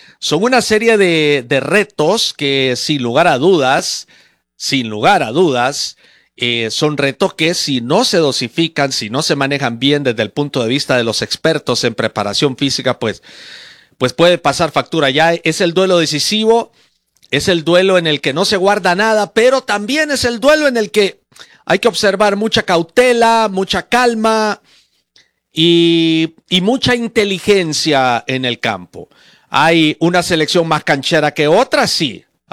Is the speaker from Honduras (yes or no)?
yes; Honduras